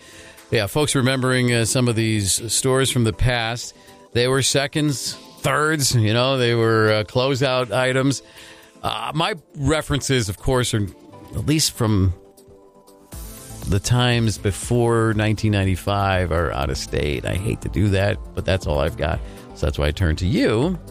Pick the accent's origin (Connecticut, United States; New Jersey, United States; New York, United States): Connecticut, United States; this place that we grew up with in Connecticut